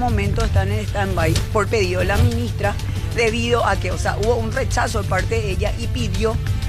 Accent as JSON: {"language": "Spanish", "country": "Paraguay", "said": "Nosotros, como ciudadanos paraguayos, tenemos derecho"}